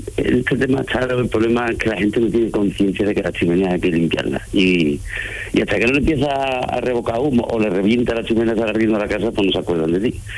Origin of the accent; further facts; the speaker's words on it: Andalusia, Spain; also born or lived in Seville; llevábamos pocos meses aquí viviendo los fines de semana y nos dimos cuenta que la vida realmente estaba aquí. Que ni mi mujer ni yo somos de Sevilla y que somos los dos de aquí de la provincia de Huelva. Y queríamos estar aquí y de hecho, pues bueno, ya en julio del año pasado nos mudamos aquí definitivamente